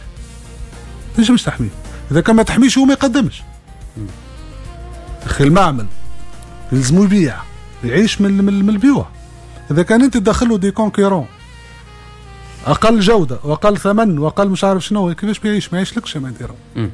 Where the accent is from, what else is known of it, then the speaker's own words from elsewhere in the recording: Tunisia; انا مواطن تونسي